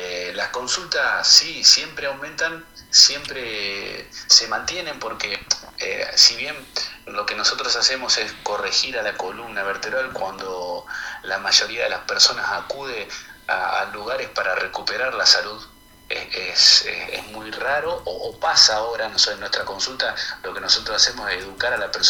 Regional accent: Santa Fe, Argentina; moved away as an adult; now in Reconquista, Argentina; Yo estoy hace 14 años en Reconquista, yo soy de Santa Fe, tengo mi consultorio en Santa Fe, ahí en Reconquista.

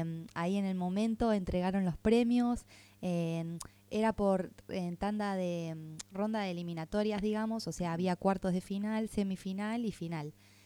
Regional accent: Nueva Atlantis, Buenos Aires Province, Argentina; soy del Partido de la Costa, soy de Nueva Atlantis

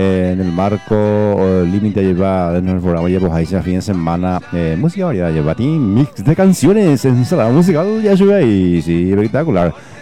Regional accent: Paraguay; como buen paraguayo y paraguaya que somos, lleva la caña con ruda

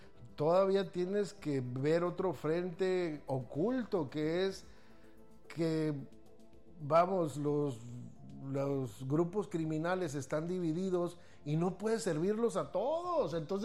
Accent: Mexico

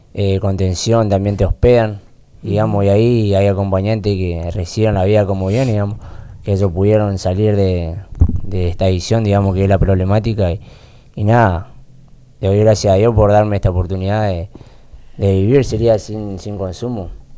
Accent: Reconquista, Santa Fe, Argentina; Soy acá de Reconquista, de Barrio Virgen de Guadalupe.

